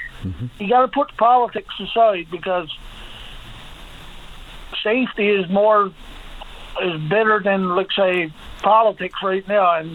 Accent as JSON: {"language": "English", "town": "Burgeo", "region": "Newfoundland and Labrador", "country": "Canada", "lives_now": "Corner Brook, Canada", "said": "No, I'm in Corner Brook, but I'm from Burgio."}